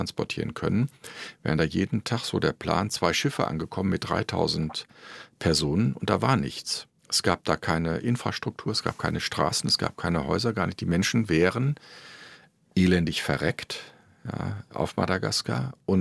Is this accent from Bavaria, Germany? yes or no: no; North Rhine-Westphalia, Germany; Ich bin eben da im Hochsauerland groß geworden